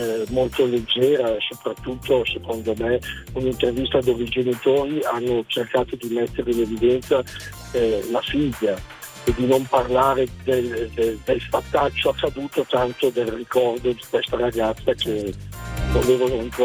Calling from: Spino d'Adda, Lombardy, Italy; Siamo da Spino d'Adda, in provincia di Cremona.

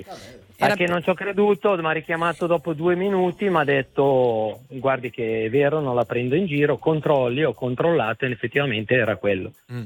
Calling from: Brianza, Lombardy, Italy; da buon brianzolo

